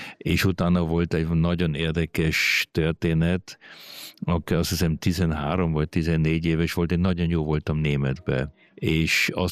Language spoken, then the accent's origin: Hungarian; Vienna, Austria; first language Hungarian; Mi csak otthon csak magyarul beszéltünk, és egy bécsi iskolákba mentem, azért ott a családban nagyon fontos volt, hogy tanultam is magyarul